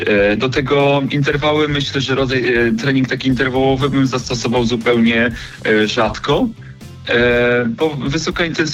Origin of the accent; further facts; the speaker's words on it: Warmian-Masurian Voivodeship, Poland; ja pochodzę z Mazur, więc wybrałem się na majówkę celowo na Mazury